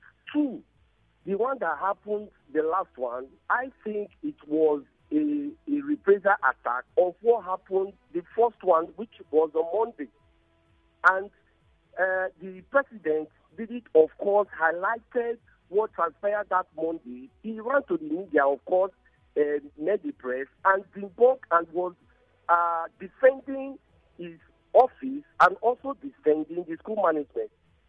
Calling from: Port Harcourt, Rivers, Nigeria; I'm calling from Port Hackett.

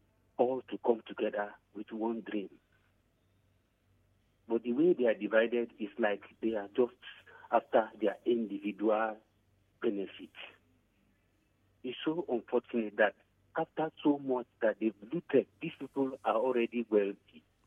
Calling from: Bonny, Rivers, Nigeria; I'm calling from Bonny Island.

